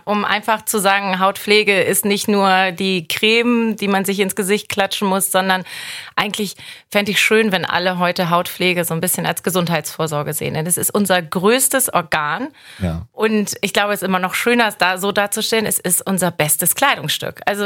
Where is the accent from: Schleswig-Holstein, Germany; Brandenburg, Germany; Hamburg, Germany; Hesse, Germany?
Hamburg, Germany; ich bin Hamburger